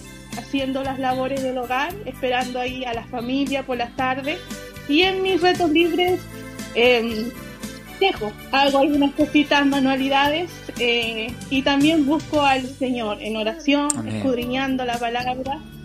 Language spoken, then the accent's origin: Spanish; Los Lagos, Chile; moved away as an adult; also born or lived in Osorno / Trafún / San Pablo; now in northern Chile; Osorno. Nací en una localidad, bueno, nací en Osorno, pero viví muchos años, viví mi niñez allí en Chisca Medio